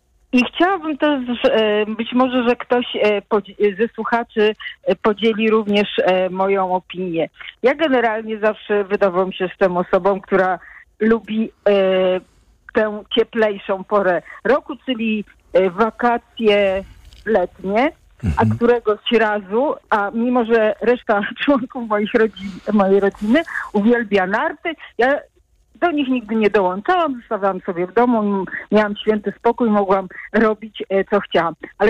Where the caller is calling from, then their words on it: Łódź, Łódź Voivodeship, Poland; ja mieszkam w Łodzi